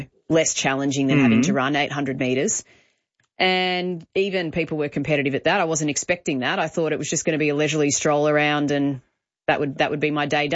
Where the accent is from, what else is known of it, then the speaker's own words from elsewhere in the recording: New South Wales, Australia; I grew up in New South Wales, so I didn't grow up with AFL.